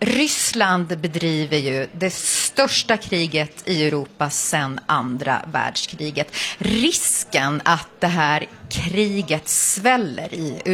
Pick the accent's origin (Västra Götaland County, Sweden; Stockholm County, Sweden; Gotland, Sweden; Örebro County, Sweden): Gotland, Sweden; Visby; jag är Visby, min hemstad.